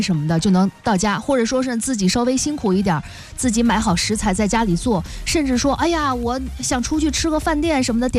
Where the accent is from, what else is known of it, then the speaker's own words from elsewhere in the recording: Shandong, China; 我们山东人